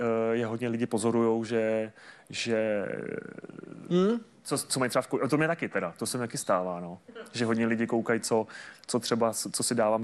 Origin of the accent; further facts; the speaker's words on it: Pardubice, Pardubice Region, Czechia; Já jsem z Pardubic